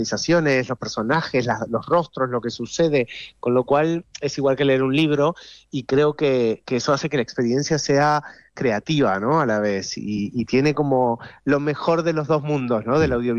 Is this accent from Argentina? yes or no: yes; Argentina; accent: Argentine; Todas las pequeñas partes de la serie las he tenido que hacer con mi acento argentino, pobrecitos, si se tienen que concentrar.